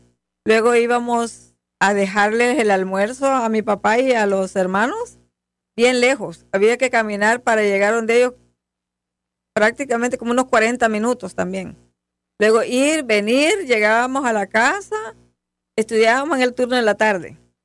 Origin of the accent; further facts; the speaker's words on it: Santa Ana, El Salvador; El Salvador es mi país y sí. luego soy de la ciudad, del departamento de Santa Ana.